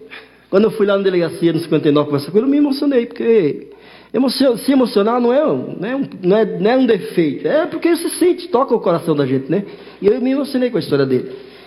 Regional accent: Northeast Region, Brazil; now in São Paulo, Brazil; Especialmente as pessoas que são da região lá de onde eu sou, de onde eu vim também, muitos nordestinos que veio da... Você não veio do Nordeste, mas eu vim da roça, trabalhava de enxada. E vim para São Paulo

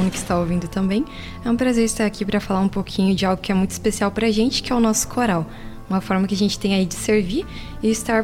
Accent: Palmeira, Brazil; also born or lived in Volta Grande; Eu sou de Palmeira, mas vim do interior, Volta Grande

